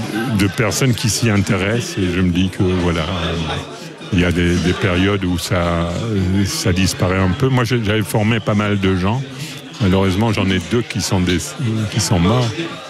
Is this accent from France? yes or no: no; Fleurus, Wallonia, Belgium; Mais je suis non seulement du coin, je suis né à Fleurus.